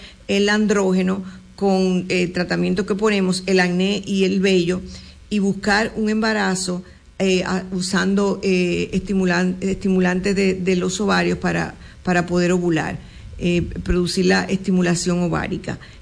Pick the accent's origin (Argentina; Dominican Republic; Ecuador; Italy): Dominican Republic; ya yo no digo nada porque somos dominicanos.